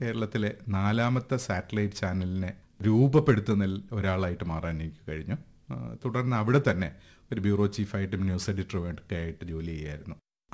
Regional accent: Kuttichal, Kerala, India; born there; ഞാൻ ജനിച്ചത് തിരുവനന്തപുരം ജില്ലയിലെ കുട്ടിച്ചൽ എന്ന് പറയുന്ന ഒരു ചെറിയ ഗ്രാമത്തിലാണ്.

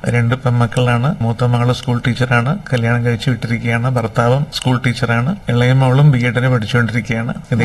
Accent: Elayavoor, Kerala, India; ഞാൻ ജനിച്ചതും വളർന്നത് എന്റെ അച്ഛന്റെ നാടായ എളയാവൂരിലാണ്.

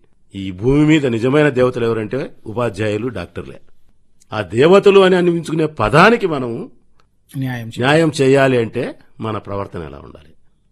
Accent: Vempalli, Andhra Pradesh, India; ఇప్పుడు ఊర్లో ఉన్నాము, ఒక పల్లె తీసుకున్నాం, మా పల్లె ఉంది వేంపల్లిలో. ఊర్లో ఉండేటువంటి వాళ్ళందరికీ నేను తెలుసుంటా. మాది అప్పుడు పెద్ద ఊరు, 10,000 మంది జనాభా ఉన్నారు నేను చిన్నప్పటికే, పెద్ద పంచాయతీ.

